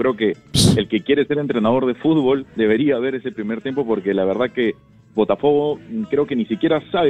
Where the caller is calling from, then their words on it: Lima, Peru; yo soy hincha de la U, soy acá de Lima